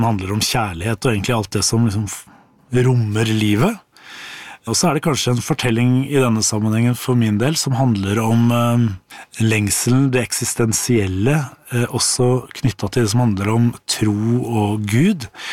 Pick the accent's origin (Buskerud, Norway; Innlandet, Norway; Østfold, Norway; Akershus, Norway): Akershus, Norway; Nesodden; eller det var når jeg var 13-14 år og fant en kassett hjemme på Nesodden der jeg kommer fra.